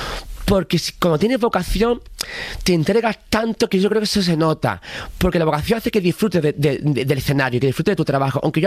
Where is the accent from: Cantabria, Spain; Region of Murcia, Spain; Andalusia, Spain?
Andalusia, Spain; San Fernando; En mi tierra, estaba en Jerez, de pregón, en Cádiz, en San Fernando.